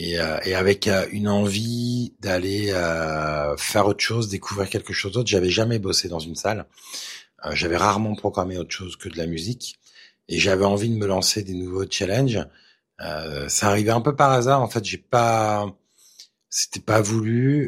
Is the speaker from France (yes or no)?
yes; Colombes, Île-de-France, France; je suis des années 70. Et en tout cas, à l'époque, malgré que j'habite quand même, quand j'étais petit, à Colombes, qui était une grande ville quand même, de la banlieue parisienne